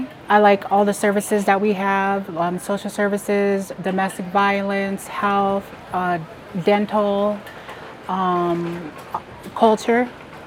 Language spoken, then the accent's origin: English; Lincoln, Nebraska, United States; I'm from Lincoln, Nebraska.